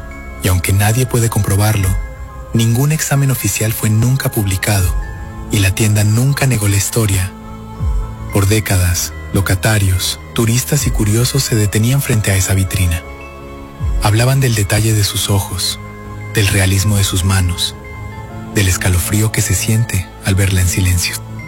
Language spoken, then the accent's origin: Spanish; Chihuahua, Mexico; los que crecimos en Chihuahua